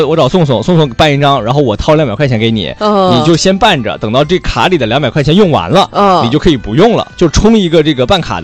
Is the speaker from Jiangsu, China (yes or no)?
no; Weihai, Shandong, China; moved away; 我威海我们老家